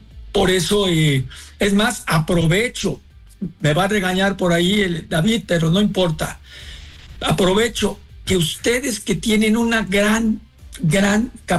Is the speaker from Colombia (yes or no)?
no; Mexico; Yo como mexicano